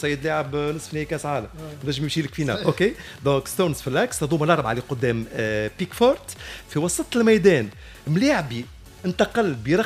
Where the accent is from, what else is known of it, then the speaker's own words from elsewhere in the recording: Tunisia; انا كمواطن تونسي